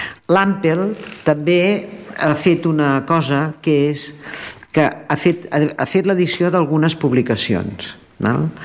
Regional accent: Esplugues de Llobregat, Catalonia, Spain; permet tant a gent que som d'Esplugues com d'altres indrets, arribar aquí

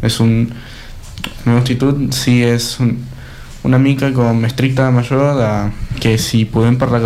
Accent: Argentina; Catalan is a second language; gent també nota molt quan ets d'un altre país i normalment la gent diu sempre, gairebé sempre, que sóc argentí.

